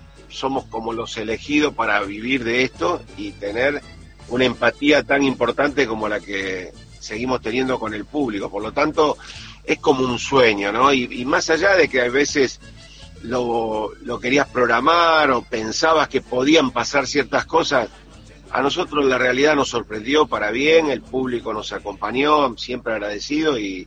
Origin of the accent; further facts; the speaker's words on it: Sunchales, Santa Fe, Argentina; born there; moved away; Estoy acá en Santa Fe, camino a Sunchales, a mi pueblo.